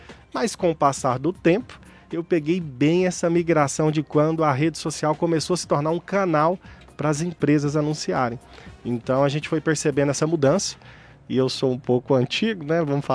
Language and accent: Portuguese; Goiás, Brazil; also born or lived in Rio Verde / Goiânia; eu sou de Goiás, comecei em Rio Verde, uma cidade que é lá do interior muito forte, lá do nosso estado